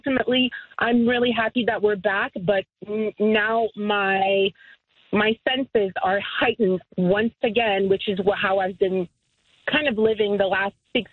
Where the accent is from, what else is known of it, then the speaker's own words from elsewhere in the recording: Canada; also born or lived in United States; For my situation, I lived, being Canadian, but I lived in the States for over 20 years. I moved back last year with my family